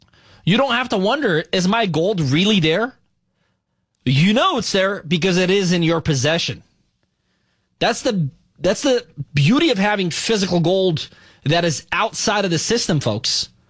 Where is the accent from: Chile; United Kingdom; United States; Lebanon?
Lebanon; Beirut, Beirut Governorate; moved away; When I was a kid growing up in Lebanon, Beirut, we were going through a civil war